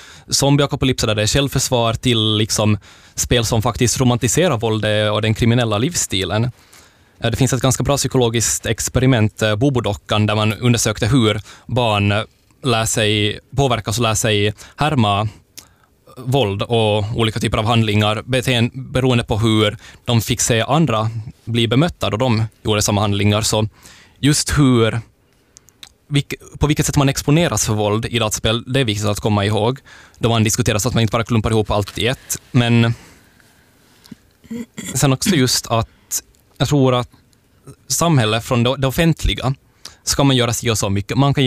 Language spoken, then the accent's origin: Swedish; Korsholm, Ostrobothnia, Finland; Jag tror i min hemkommun Korsholm vi har ganska få.